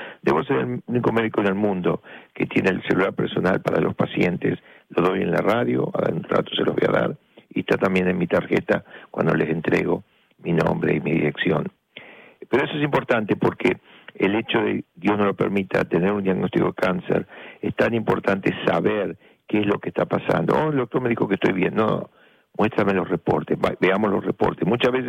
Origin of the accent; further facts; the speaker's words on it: La Plata, Buenos Aires Province, Argentina; moved away; allá en Argentina, cuando era chiquito, la tienda Sara, enfrente del ferrocarril Roca de la Plata, en la calle 1 y 42, donde jugaba yo con una piedrita y con mis primos y amigos, la vida esa linda de estudiantes de La Plata